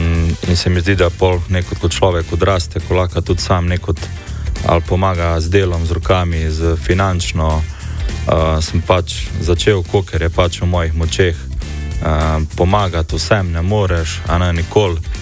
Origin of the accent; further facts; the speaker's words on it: Velenje, Savinja, Slovenia; prihajam iz Velenja